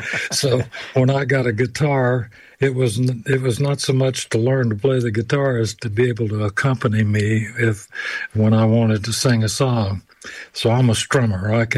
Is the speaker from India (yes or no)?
no; Memphis, Tennessee, United States; also born or lived in Sylvan Hills, North Little Rock, Arkansas / Valonia, Arkansas; I went to the first grade in Valonia, and then shortly after that, my parents moved to Memphis, which is almost Arkansas, and that's where I grew up. But I had relatives all over the state and spent a lot of time in Arkansas growing up.